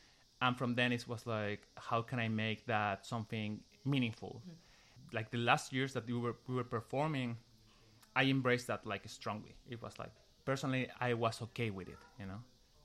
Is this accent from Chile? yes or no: yes; Santiago, Santiago Metropolitan Region, Chile; accent: Chilean Spanish; English is a second language; moved away; I am from Santiago, Chile. … soy de Santiago, de Chile.